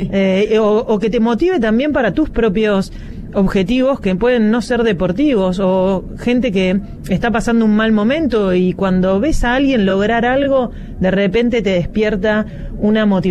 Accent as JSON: {"language": "Spanish", "town": "Rosario", "region": "Santa Fe", "country": "Argentina", "said": "Soy una rosarina que ha recorrido el mundo gracias al deporte."}